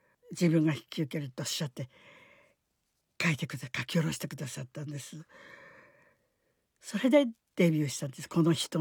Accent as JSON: {"language": "Japanese", "area": "Izu", "region": "Shizuoka", "country": "Japan", "said": "私は伊豆の人間なので"}